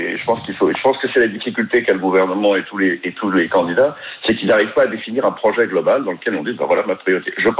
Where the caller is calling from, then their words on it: Paris, Île-de-France, France; C'est ça, j'habite à Paris dans le 17e. Je suis plutôt âgé puisque j'ai bientôt 63 ans.